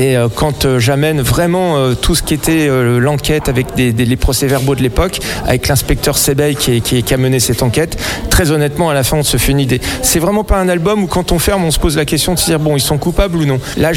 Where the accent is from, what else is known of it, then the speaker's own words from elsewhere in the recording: Reims, Grand Est, France; now in Saint-Malo, France; À noter que je suis natif de Reims